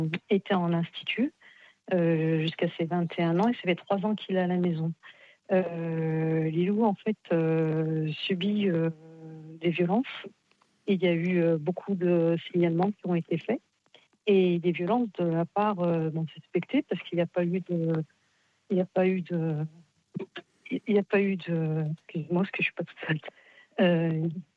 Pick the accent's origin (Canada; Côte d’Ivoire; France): France; Viriat, Auvergne-Rhône-Alpes; Je vous appelle dans l'Ain, je suis de Viriat.